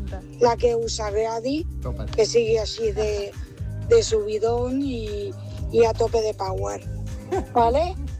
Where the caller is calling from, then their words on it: Lloret de Mar, Catalonia, Spain; de Lloret